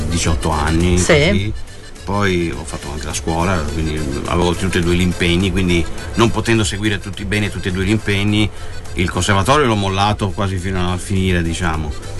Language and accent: Italian; Apulia, Italy; now in Vicenza, Italy; Puglia, sono il centro della Puglia.